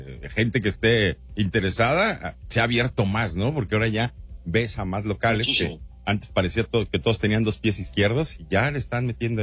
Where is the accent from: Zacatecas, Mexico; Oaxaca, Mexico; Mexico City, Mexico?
Mexico City, Mexico; moved away as an adult